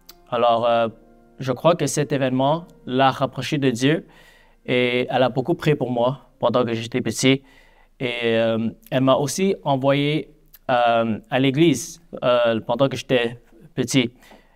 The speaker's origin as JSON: {"language": "French", "town": "Montreal", "region": "Quebec", "country": "Canada", "tie": "born there", "said": "Alors, moi, je suis né ici à Montréal. Mes parents sont coréens."}